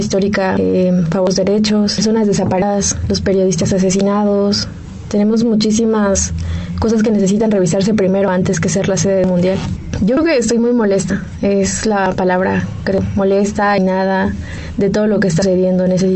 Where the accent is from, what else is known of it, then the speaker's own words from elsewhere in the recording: Mexico; yo como mujer mexicana creo que estoy muy decepcionada